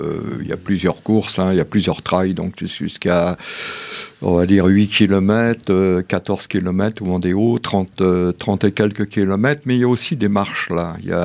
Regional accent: Chamaloc, Auvergne-Rhône-Alpes, France; j'étais 10 Col du Rousset, c'était chez moi à Chamaloc, le kilomètre vertical

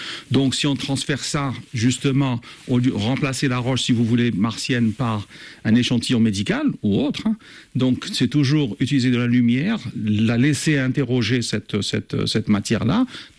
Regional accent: Algeria; moved away as an adult; also born or lived in England; now in United States; j'ai fait toutes mes études en Algérie. Je suis algérien. J'ai fait tout mon parcours universitaire jusqu'à un DES, un diplôme d'études supérieures, avant de partir d'abord en Angleterre

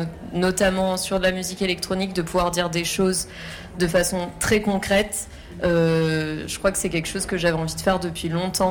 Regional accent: Grenoble, Auvergne-Rhône-Alpes, France

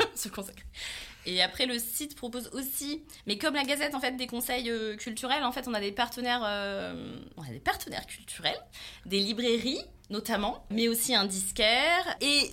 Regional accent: Auvergne-Rhône-Alpes, France; Et comme on est du Sud-Ardèche, pour l'instant, c'est en Sud-Ardèche.

